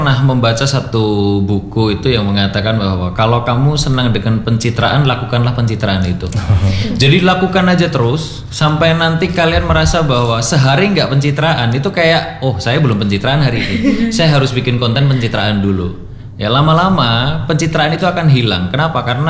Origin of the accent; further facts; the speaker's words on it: Java, Indonesia; sebagai orang Jawa, termasuk saya ya yang lebih umurnya mungkin lebih agak sedikit ya.